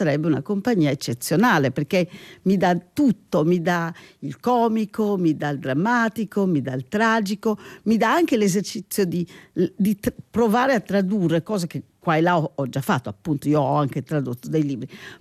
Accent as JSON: {"language": "Italian", "town": "Genoa", "region": "Liguria", "country": "Italy", "tie": "born or raised there", "also_born_or_lived": "London", "moved": "as an adult", "said": "sono di Genova e in questo momento credo che si senta di più, perché nei giorni scorsi, ormai sono più di 30 anni che non abito a Genova, però ci vado spesso, è una città che amo moltissimo"}